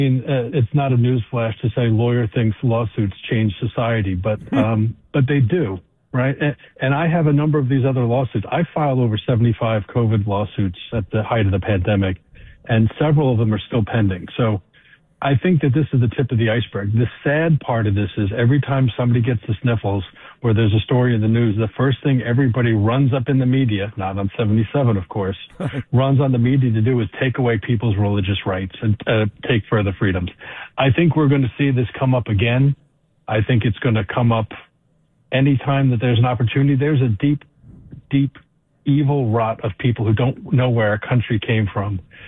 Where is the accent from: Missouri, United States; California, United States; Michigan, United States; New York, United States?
New York, United States; New York City; now in New Jersey, United States; I'm originally from Staten Island of Brooklyn.